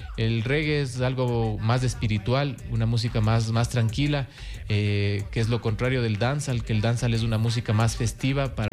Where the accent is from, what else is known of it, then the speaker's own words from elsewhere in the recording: Latacunga, Cotopaxi, Ecuador; yo soy de aquí de Latacunga, específicamente del barrio Rumipamba.